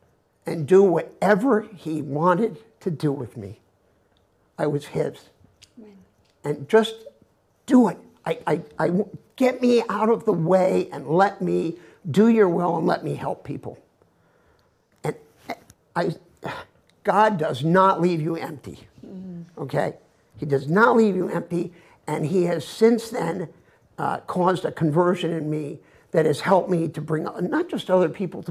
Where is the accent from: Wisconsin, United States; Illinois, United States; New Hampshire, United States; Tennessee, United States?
Illinois, United States; Chicago; We're from Chicago.